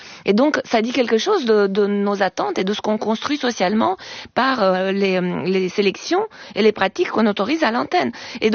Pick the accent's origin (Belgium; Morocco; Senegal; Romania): Romania; French is a second language; now in France; ça fait 30 ans que je suis en France, et donc mon accent n'est pas roumain.